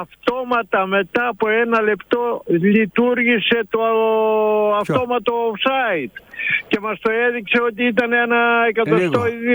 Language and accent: Greek; Karditsa, Thessaly, Greece; Που στο χωριό μου στην Καρδίτα.